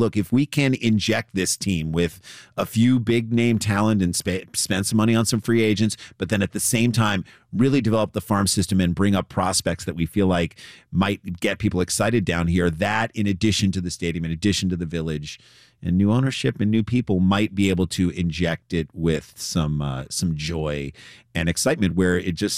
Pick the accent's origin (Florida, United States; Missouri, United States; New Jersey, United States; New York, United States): Missouri, United States; St. Louis; moved away; we grew up in St. Louis and as St. Louis Cardinals fans